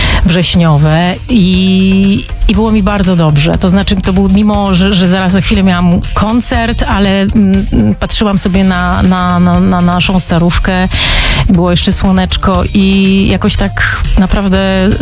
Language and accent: Polish; Toruń, Kuyavian-Pomeranian Voivodeship, Poland; moved away; mówię, że pochodzę z Torunia